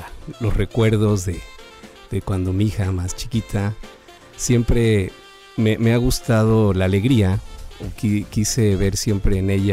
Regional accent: Xalapa, Veracruz, Mexico; he trabajado fuera de Jalapa. Soy oriundo de Jalapa.

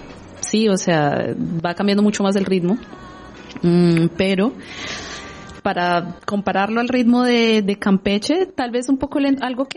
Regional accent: Cali, Valle del Cauca, Colombia; También caleña

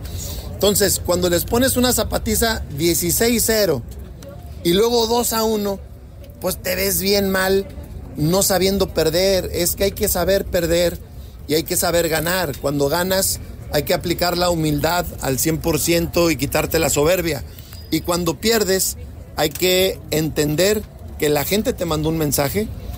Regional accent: Mexico

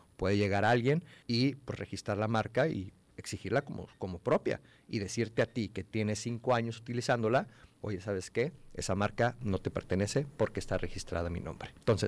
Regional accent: Tabasco, Mexico; cuando yo llego a Tabasco a ver estos temas, digo, yo soy tabasqueño

